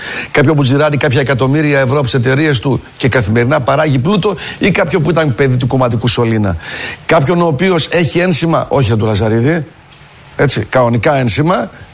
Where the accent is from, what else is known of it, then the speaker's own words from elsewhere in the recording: Eastern Macedonia and Thrace, Greece; Να μην το πω στην Τουρκική, γιατί είμαστε από Θράκη, ξέρω και λίγα.